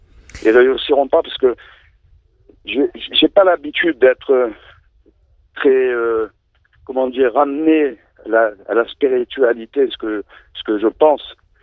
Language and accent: French; France; now in Marseille, France; je suis pas israélien. Je suis français juif vivant à Marseille